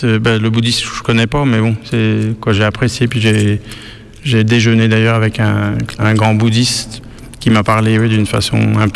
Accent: Bourgogne-Franche-Comté, France; Je suis du Morvan, mais je suis pas d'ici. Moi, je suis de la Nièvre, près de Château-Chinon.

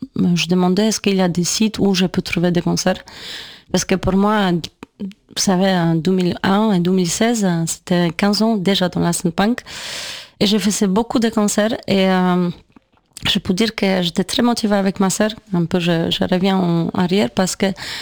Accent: Poland; French is a second language; moved away as an adult; also born or lived in England; now in France; j'habitais en Angleterre 2007, et après je rentre en Pologne 2008 pour continuer mes études.

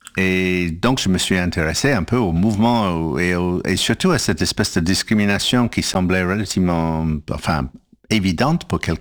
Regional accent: Canada; now in France; j'ai grandi au Canada

